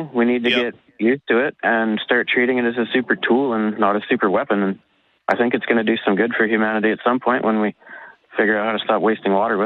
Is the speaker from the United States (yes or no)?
no; Lynn Lake, Manitoba, Canada; now in Swan River, Canada; I'm originally from Lynn Lake, Manitoba, so I'm used to forest fires.